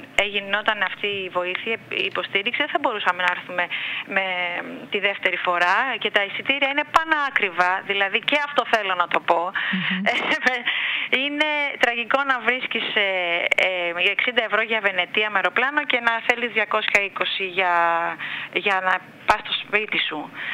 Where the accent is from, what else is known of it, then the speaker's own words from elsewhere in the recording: North Aegean, Greece; Και κάνω μία έκκληση κι εγώ ως πολίτης και ως αμνιώτισσα, και που αγαπώ τον τόπο μου